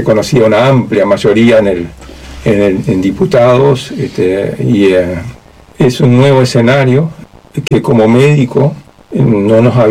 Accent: Uruguay; born there; yo nací en Uruguay.

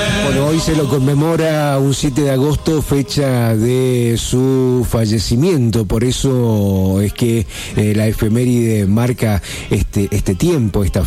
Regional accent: Argentina

